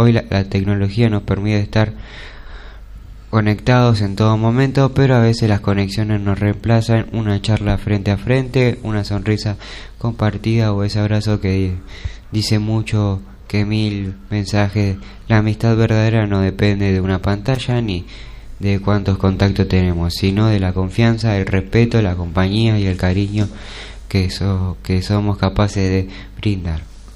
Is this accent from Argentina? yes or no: yes; Argentina; Como argentino, uno siente un orgullo enorme de ver a nuestra selección llegar nuevamente hasta lo más alto